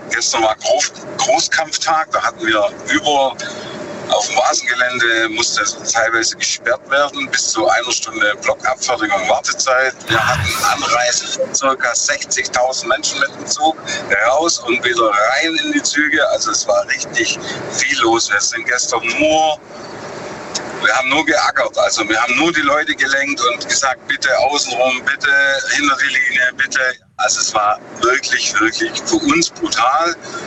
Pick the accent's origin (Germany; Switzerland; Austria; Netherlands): Germany; Lenningen, Baden-Württemberg; Ich bin aus Lenningen.